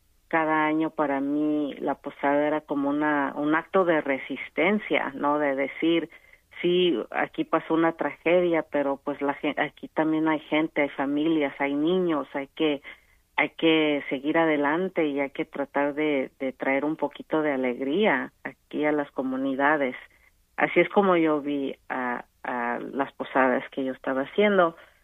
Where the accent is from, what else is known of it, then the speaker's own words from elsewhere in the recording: Iguala, Guerrero, Mexico; moved away; yo soy de Iguala. Uh-huh. Y ahí es donde desaparecieron, donde fueron desaparecidos los estudiantes. Fue en Iguala, como a 10 minutos de donde yo nací, de la casa donde yo nací.